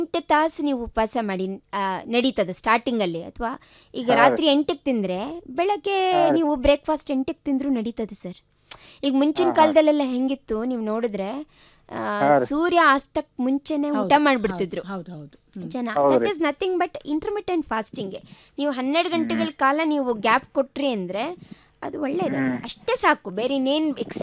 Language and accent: Kannada; Karnataka, India; ನಾವು ಈ ಕಡೆ ಹುಬ್ಳಿ ಧಾರವಾಡ ಮಂದಿ